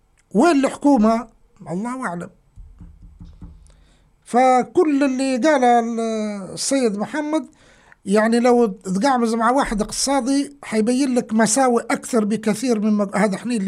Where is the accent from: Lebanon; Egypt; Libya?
Libya; هو ليبي واني ليبي، اعطيني زيه.